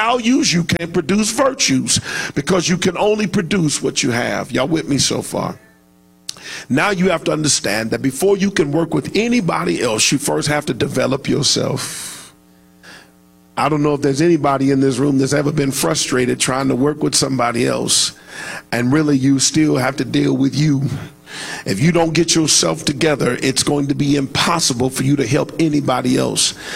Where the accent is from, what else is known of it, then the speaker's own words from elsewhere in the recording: Los Angeles, California, United States; Growing up in Los Angeles, I am a diehard Los Angeles Laker fan.